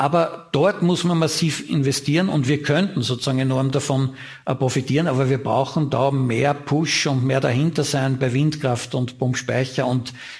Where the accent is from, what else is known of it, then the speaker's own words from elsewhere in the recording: Laakirchen, Upper Austria, Austria; also wo ich herkomme, Lackirchen, Steirermühl. Wir haben 3 Papierfabriken oder 2 zumindest dort